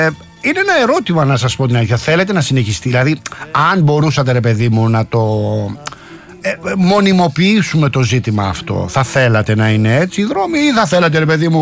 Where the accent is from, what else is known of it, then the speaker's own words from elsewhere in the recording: Rafina, Attica, Greece; Τουλάχιστον στη Ραφίνα την πατρίδα μου